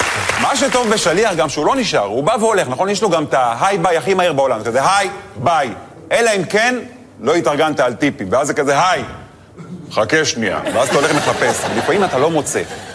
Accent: Netanya, Central District, Israel; האמת, אני גדלתי בנתניה

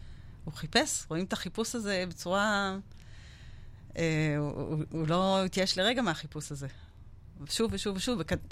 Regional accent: Ra'anana, Central District, Israel; now in Talmon, Israel

